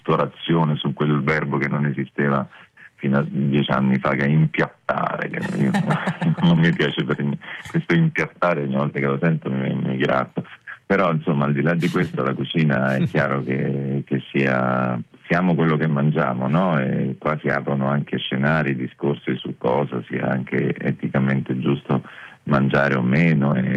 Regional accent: Marche, Italy; vengo dalle Marche

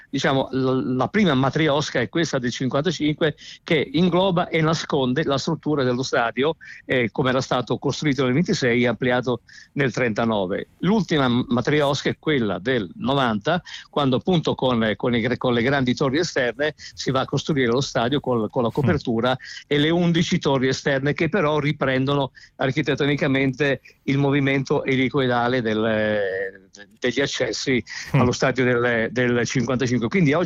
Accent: Tuscany, Italy; now in Milan, Italy; Io mi sono trasferito a Milano dalla Toscana nel 1981, quindi quest'anno faccio i 46 anni di presenza su questo stadio.

